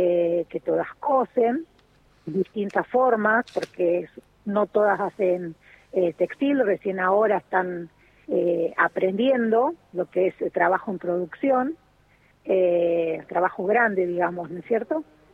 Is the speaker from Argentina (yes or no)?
yes; Buenos Aires, Argentina; now in La Carlota, Argentina; yo soy de Buenos Aires y he trabajado en fábricas